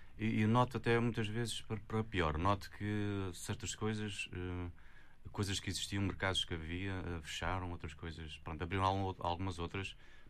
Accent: São João, Azores, Portugal; Cresci na freguesia de São João, que fica um bocadinho mais distante das Lajes, mas pronto, pertence ao Conselho. E São João é uma freguesia muito pacata.

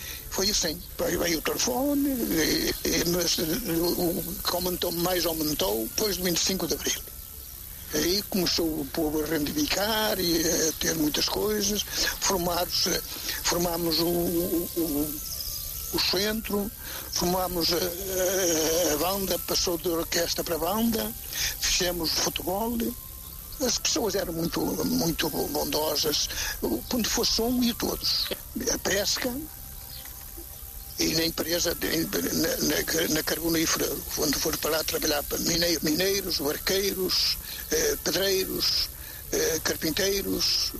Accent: Norte, Portugal; mas sempre na minha terra, sempre no Rimão.

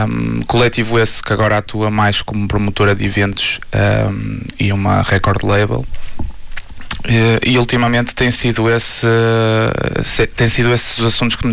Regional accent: Braga, Norte, Portugal; sou natural de Braga, tenho 26 anos.

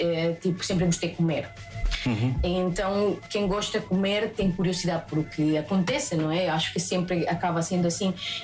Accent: Amazon area, Peru; Portuguese is a second language; Mas sim, e por acaso, de onde eu sou, que é o rio Ucayali.

